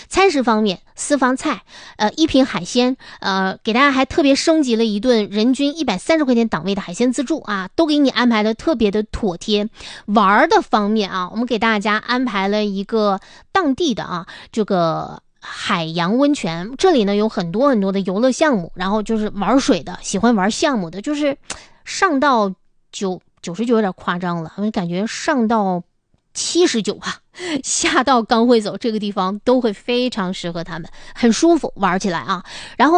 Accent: Northeast China, China

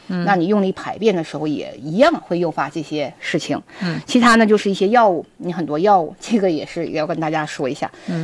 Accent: Northeast China, China; 咱们东北人的习惯呢是夜间吃的很好

